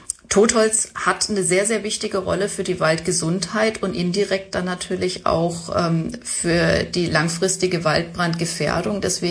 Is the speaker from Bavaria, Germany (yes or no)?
no; Freiburg, Baden-Württemberg, Germany; Wobei wir die sandigen Böden auch, jetzt, ich komme ja aus Freiburg, auch in der Oberrheinebene haben und dort auch traditionell viele Kiefern stehen.